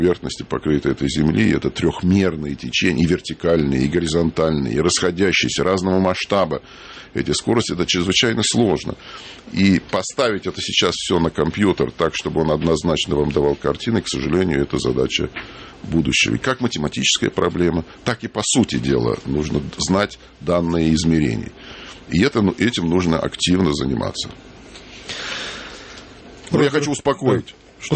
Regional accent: Moscow, Russia; Мое детство прошло в Москве. Я прожил свое детство в доме, который сейчас занимает музей Шилова. Понятно. На Знаменке.

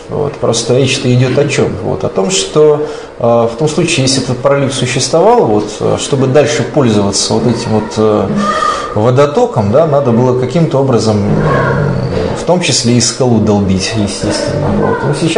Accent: Lodeynoye Pole, Leningrad Oblast, Russia; я сам уроженец Ладейного

